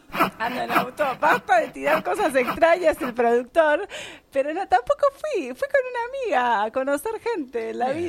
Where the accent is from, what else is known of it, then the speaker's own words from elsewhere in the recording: Buenos Aires, Argentina; Yo soy muy porteña.